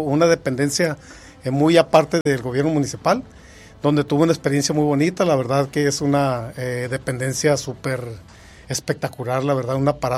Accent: Culiacán, Sinaloa, Mexico; born there; now in Tijuana, Mexico; Pues la verdad yo soy sinaloense. Soy un tijuanense nacido en Culiacán, Sinaloa, y en Culiacán, curiosamente, estamos muy, muy como amanados con Jalisco

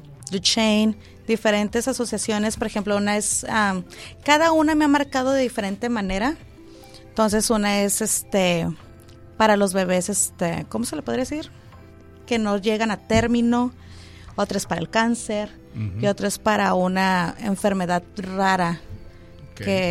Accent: Tijuana, Baja California, Mexico; Tijuana, de hecho.

